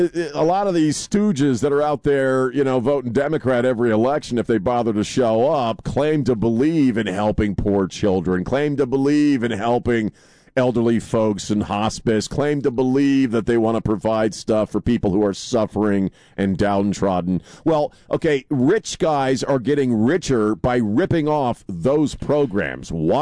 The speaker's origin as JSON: {"language": "English", "region": "Maryland", "country": "United States", "tie": "born or raised there", "said": "I grew up with people. I grew up in Maryland."}